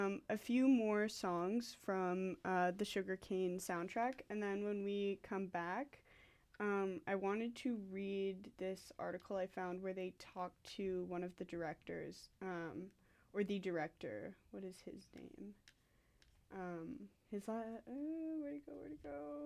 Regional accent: Oliver, British Columbia, Canada; now in Vancouver, Canada; my hometown Oliver

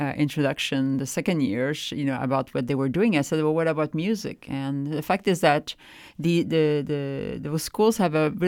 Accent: Quebec, Canada; moved away as an adult; also born or lived in United States; So I'm from Quebec originally. And I grew up in a kind of a tradition of people coming together and during holidays and singing, you know, songs from our country.

